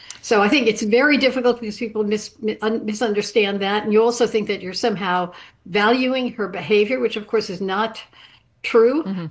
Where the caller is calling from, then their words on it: Martha's Vineyard, Massachusetts, United States; Hello, I'm calling you from Martha's Vineyard.